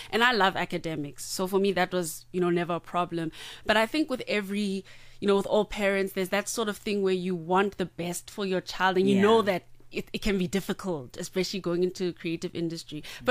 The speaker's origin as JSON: {"language": "English", "town": "Johannesburg", "region": "Gauteng", "country": "South Africa", "tie": "born or raised there", "said": "I grew up, born and bred in Johannesburg"}